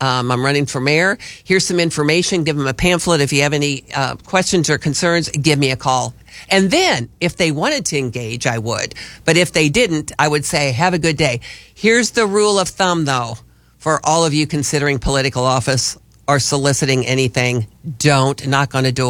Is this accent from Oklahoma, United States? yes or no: no; Wood River, Illinois, United States; moved away; I grew up in Wood River, Illinois, which is right there along where the Mississippi River is, and the Missouri River too.